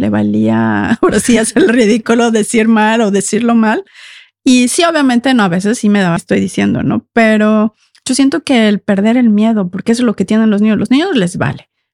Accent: Mexico; mi idioma es el español. Si me escuchan acento, soy mexicana

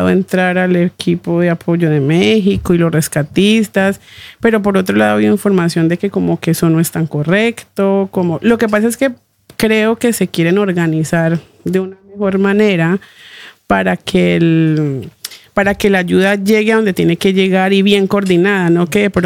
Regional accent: Palmira, Valle del Cauca, Colombia; porque pues yo soy de Palmira, es cerca a Cali.

